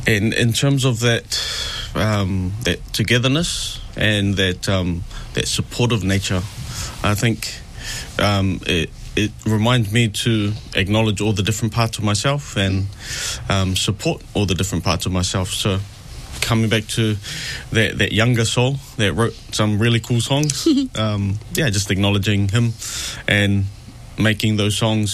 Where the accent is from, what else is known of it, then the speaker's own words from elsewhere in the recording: South Auckland, Auckland, New Zealand; I'm from South Auckland, and definitely a big shout out to all our South Aucklanders, our Pasifika, to be proud of South Auckland.